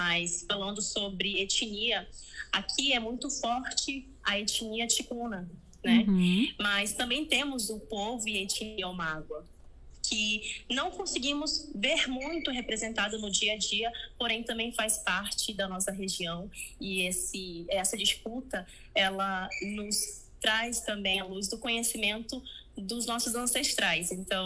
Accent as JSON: {"language": "Portuguese", "town": "Tabatinga", "region": "Amazonas", "country": "Brazil", "said": "eu sou de Tabatinga"}